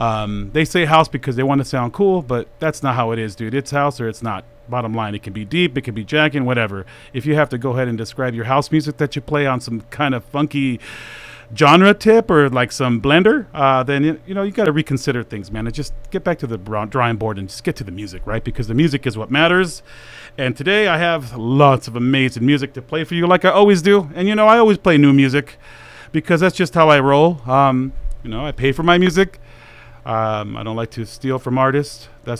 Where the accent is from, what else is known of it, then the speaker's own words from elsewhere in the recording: San Jose, California, United States; now in Boise, United States; when I grew up in San Jose in the Bay Area